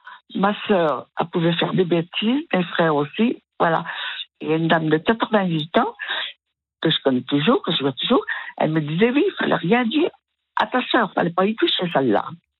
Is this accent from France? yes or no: yes; Cosne-Cours-sur-Loire, Bourgogne-Franche-Comté, France; Ah oui, je suis née à Cône.